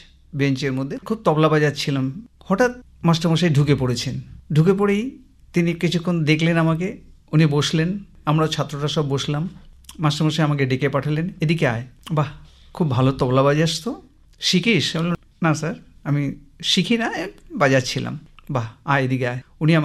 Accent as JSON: {"language": "Bangla", "town": "Jalpaiguri", "region": "West Bengal", "country": "India", "tie": "born or raised there", "said": "আমার জন্ম জলপাইগুড়িতে, 1949 সালের 2রা জুলাই"}